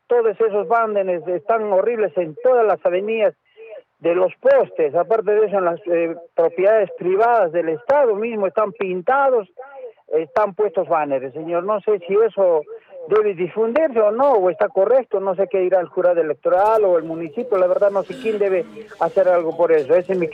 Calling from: Cerro Colorado, Arequipa, Peru; Estoy llamando de Cerro Colorado para hacer una queja.

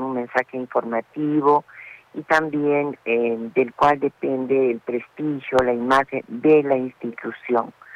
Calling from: Arequipa, Peru

